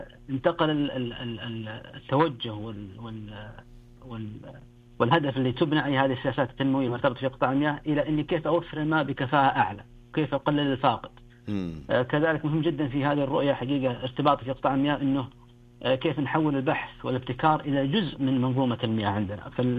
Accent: Saudi Arabia; الفكرة مهمة جدا في عندنا في السعودية بالذات،

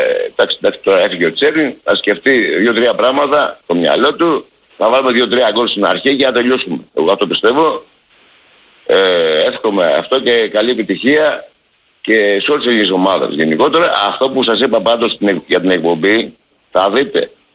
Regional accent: Aigio, Western Greece, Greece; Με θυμάσαι ποιος είμαι εγώ από το Αίγιο, έτσι?

